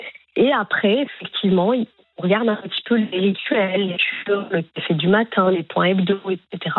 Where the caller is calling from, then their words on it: Herblay, Île-de-France, France; Alors, je vous appelle de chez moi, oui. Du coup, c'est à Herblay dans le 95.